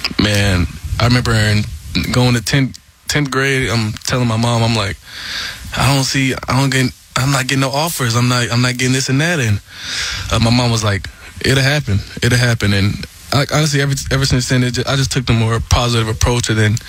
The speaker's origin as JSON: {"language": "English", "town": "Marietta", "region": "Georgia", "country": "United States", "said": "I'm from Marietta, so."}